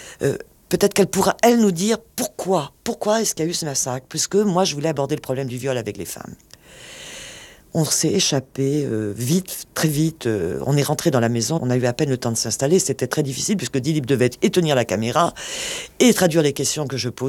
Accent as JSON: {"language": "French", "country": "France", "said": "moi en tant que Française"}